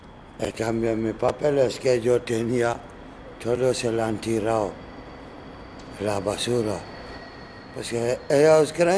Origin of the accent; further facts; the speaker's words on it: Conakry, Guinea; Spanish is a second language; moved away; Soy de Guinea, Conakry.